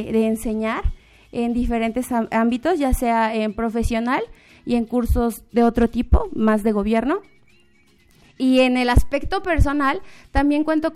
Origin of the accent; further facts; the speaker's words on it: Apizaco, Tlaxcala, Mexico; Yo soy de Apizaco, bueno, Orillas en específico, pero Apizaco.